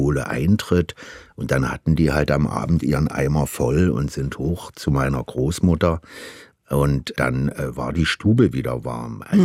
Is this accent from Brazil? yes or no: yes; Brazil; Meine Eltern hatten in meiner Kindheit in Brasilien hatten die einen Dualplattenspieler mit noch mit 10 Schallplatten übereinander